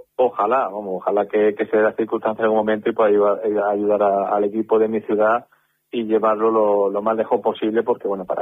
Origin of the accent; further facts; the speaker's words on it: Linares, Andalusia, Spain; moved away as an adult; tengo muchos vínculos con Linares, ¿no? Con mi ciudad, con las amistades, con mi familia.